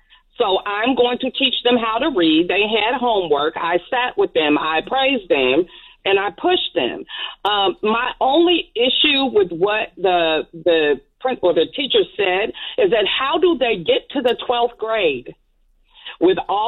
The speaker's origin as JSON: {"language": "English", "town": "Detroit", "region": "Michigan", "country": "United States", "tie": "born or raised there", "moved": "yes", "lives_now": "Indianapolis, United States", "said": "a person that grew up in Detroit, I grew up in Detroit public school systems."}